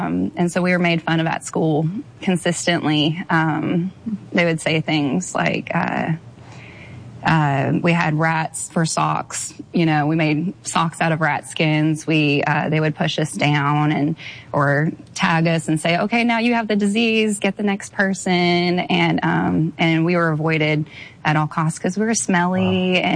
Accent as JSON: {"language": "English", "town": "Brea", "region": "California", "country": "United States", "tie": "born or raised there", "also_born_or_lived": "La Palma", "said": "I grew up in Orange County. So Brea's, I think I was born in La Palma."}